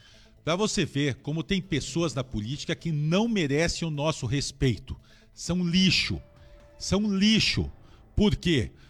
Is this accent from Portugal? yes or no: no; Brazil; nós que somos brasileiros reais e verdadeiros